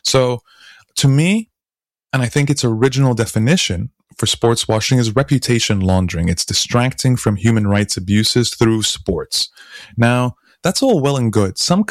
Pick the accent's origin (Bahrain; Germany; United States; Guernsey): Bahrain; I grew up in the Gulf. I spent 10 years in Bahrain.